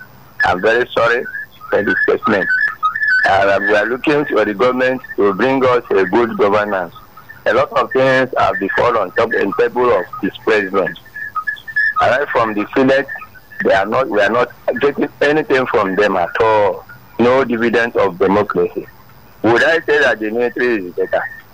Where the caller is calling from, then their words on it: Abuja, Federal Capital Territory, Nigeria; I'm from Abuja.